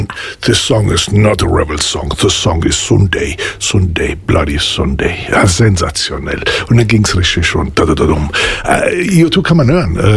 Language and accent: German; Italy; Als Italiener muss man sagen, ich will klein bleiben, weil da brauche ich nicht arbeiten.